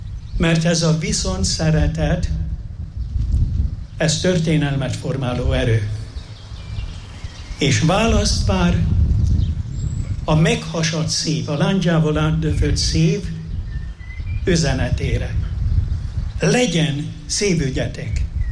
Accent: Jászárokszállás, Jász-Nagykun-Szolnok, Hungary; moved away; Gyerekkorom idejére emlékszem, valaki szülőhazámból, Jászárokszállásból mondta, hogy megyünk Mezőkövesre.

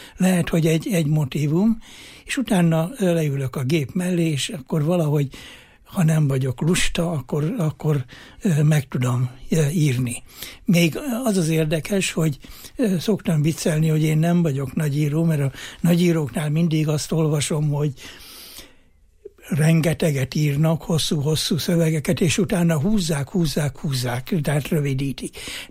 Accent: Heves, Hungary; moved away; hát én ebből a kis hevesi faluból származom, ott voltam gyerek

